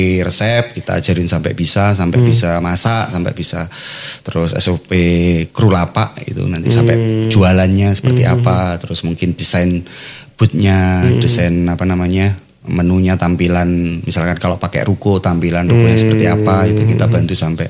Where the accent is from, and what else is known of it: Tulungagung, East Java, Indonesia; also born or lived in Jakarta / Surabaya